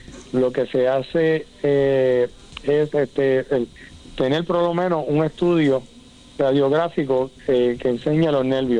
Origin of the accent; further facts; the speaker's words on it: Sabana Grande, Puerto Rico; moved away; also born or lived in Mayagüez; yo soy sabaneño, o sea, de ahí mis papás están. O sea que para mí es un privilegio y un honor regresar a mi pueblo, que me vio crecer y que tanto me ha dado.